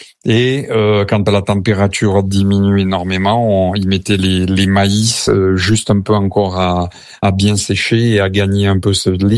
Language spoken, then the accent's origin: French; Aix-en-Provence, Provence-Alpes-Côte d'Azur, France; now in Funchal, Portugal; quand je suis à Funchal, de vivre comme une ville un peu comme Aix-en-Provence, très agréable, d'où je suis d'origine.